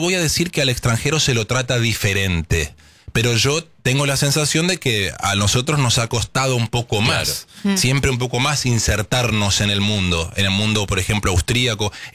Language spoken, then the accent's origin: Spanish; Argentina; Y es importante que nosotros como argentinos sepamos lo que tenemos.